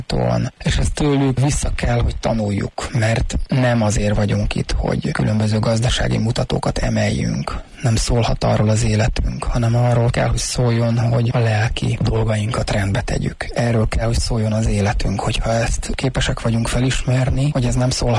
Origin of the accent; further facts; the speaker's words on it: Hungary; Aztán így nőttem föl. Ők ketten vallásosak voltak, de nem annyira már valószínűleg, mint az ő korukban az ő öregeik. És aztán a szüleim pedig már nem voltak vallásgyakorló emberek. Ez a gulyás kommunizmus idején nagyon nagy teret hódított itt Magyarországon